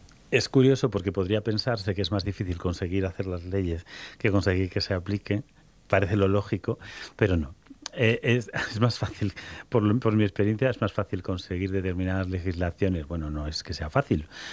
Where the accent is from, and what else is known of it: Extremadura, Spain